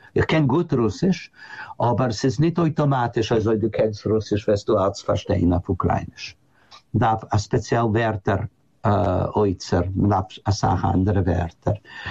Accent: United States; German is a second language; ich bin doch ein Amerikaner, ich bin nicht kein Russ.

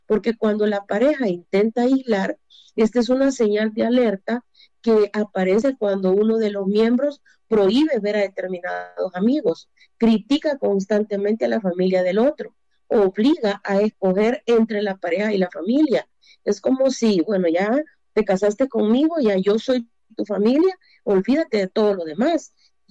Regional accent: San Salvador, El Salvador; moved away as an adult; now in San Miguel, El Salvador; Cuando yo me casé, me vine para acá, para el lado de Oriente, San Miguel. Yo crecí toda mi vida en San Salvador, pero mi familia es del lado de Occidente.

